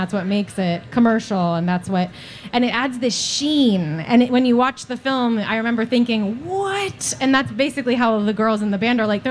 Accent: Chatham, New York, United States; moved away as an adult; now in Los Angeles, United States; I'm from upstate New York. I'm from north of New York City in a place called Columbia County near it's called Chatham, New York. We have one stoplight. That's where I grew up. And now I live in Los Angeles

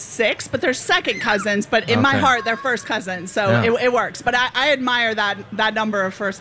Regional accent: Minnetonka, Minnesota, United States; Minnetonka.

